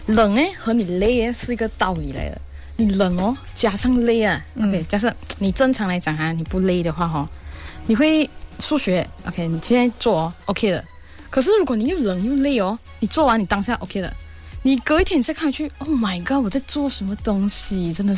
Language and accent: Chinese; Malaysia; 我们小时候我们马来西亚小孩都会有一个共同的经历。